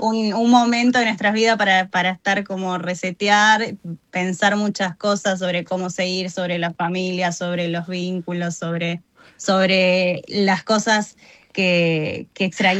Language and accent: Spanish; Pilar, Buenos Aires Province, Argentina; moved away as an adult; now in Ingeniero Maschwitz, Argentina; yo soy de Pilar de toda la vida y sí, él es de Ingeniero Mashuit y ahora vivimos ahí.